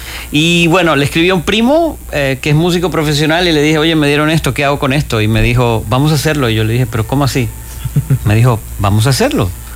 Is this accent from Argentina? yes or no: no; Maracaibo, Zulia, Venezuela; born there; moved away; Y luego coincido en Houston con una maestra de danza contemporánea de Maracaibo, la ciudad donde yo nací.